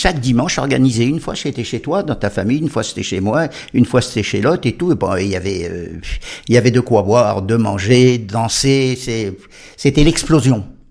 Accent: Constantine, Constantine Province, Algeria; moved away; Chez nous, à Constantine

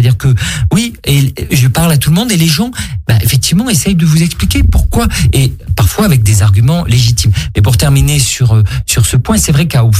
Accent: France; je suis français aussi.

